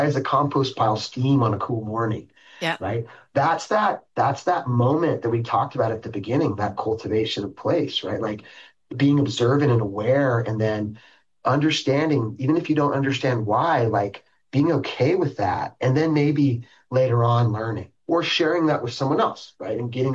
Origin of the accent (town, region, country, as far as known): Chico, California, United States; born or raised there